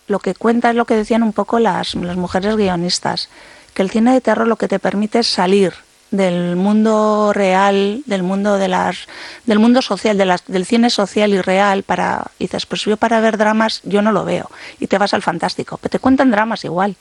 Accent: Bilbao, Basque Country, Spain; Soy de Bilbao, ya quisiera tener yo el reconocimiento internacional que tiene Cannes

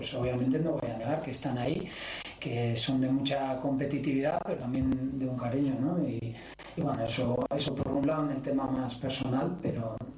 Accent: Basque Country, Spain; moved away; por ser vasco, es un partido especial, no lo voy a negar.

